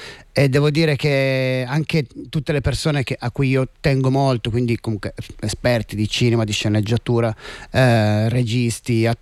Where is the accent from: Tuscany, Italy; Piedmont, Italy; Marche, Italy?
Piedmont, Italy; Turin; io da torinese sapevo dove non andare, okay, per non far vedere Torino, no?